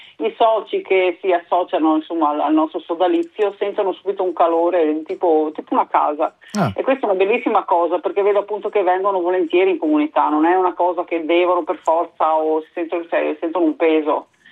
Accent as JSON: {"language": "Italian", "town": "Venice", "region": "Veneto", "country": "Italy", "tie": "born there", "accent": "Veneto", "moved": "yes", "said": "io ho sentito subito il mio dialetto veneto, quindi mi sono subito sentita a casa perché sono nata a Venezia."}